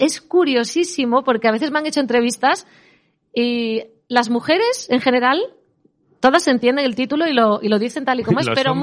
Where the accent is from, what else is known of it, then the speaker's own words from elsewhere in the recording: San Antolín de Ibias, Asturias, Spain; volverme a mi pueblo, que yo vivo en un pueblo de aquí de Asturias, en San Antolín de Ibias